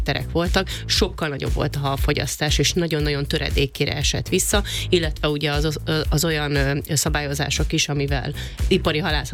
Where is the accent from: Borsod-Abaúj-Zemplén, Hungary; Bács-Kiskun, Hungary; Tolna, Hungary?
Tolna, Hungary; Szekszárd; én ugye szekszárdi lány vagyok, mi a Duna mellett nőttünk fel, mi bajai halászlevet eszünk minden hónapban körülbelül kétszer.